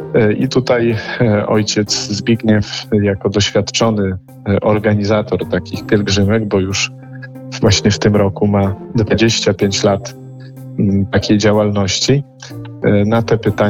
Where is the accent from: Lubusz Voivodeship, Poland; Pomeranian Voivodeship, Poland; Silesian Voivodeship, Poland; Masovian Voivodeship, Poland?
Masovian Voivodeship, Poland; Warsaw; Tak, oczywiście chodziłem do kościoła parafialnego Świętej Rodziny na Zaciszu.